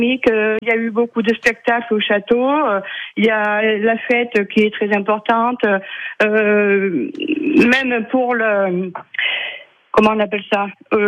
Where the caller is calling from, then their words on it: Montfermy, Auvergne-Rhône-Alpes, France; J'appelle de la commune de Montfermy.